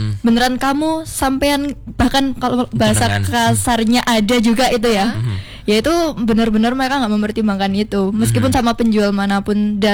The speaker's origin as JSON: {"language": "Indonesian", "town": "Mojowarno", "region": "East Java", "country": "Indonesia"}